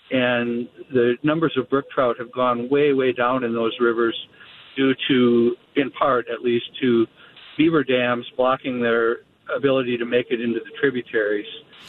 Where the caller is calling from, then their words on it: Rhinelander, Wisconsin, United States; I live in northern Wisconsin